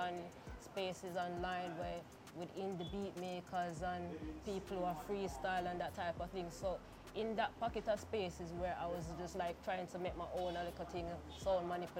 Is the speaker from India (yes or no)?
no; Brownstone, Jamaica; also born or lived in Kingston; So I grew up in Brownstone.